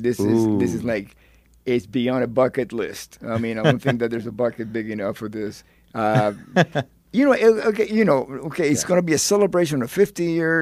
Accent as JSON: {"language": "English", "region": "Florida", "country": "United States", "tie": "born or raised there", "said": "it's the style of music that I grew up playing in Florida."}